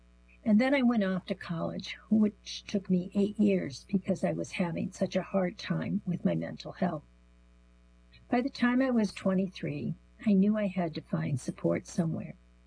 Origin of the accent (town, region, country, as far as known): Columbia, Missouri, United States; born or raised there